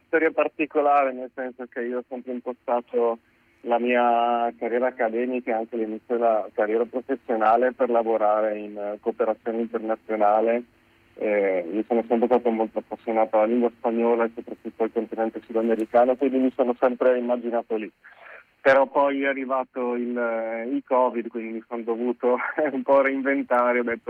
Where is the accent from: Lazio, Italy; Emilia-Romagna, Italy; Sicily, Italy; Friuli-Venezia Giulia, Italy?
Friuli-Venezia Giulia, Italy; moved away as an adult; sono sempre stato fuori regione, sono friulano, dopo la fine delle superiori sono stato parecchio in giro